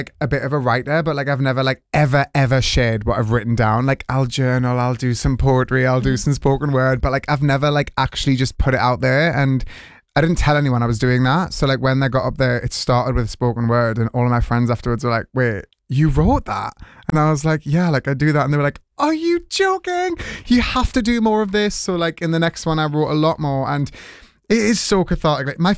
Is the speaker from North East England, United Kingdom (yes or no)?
yes; South Shields, North East England, United Kingdom; moved away; come home and, like, tell my story to my hometown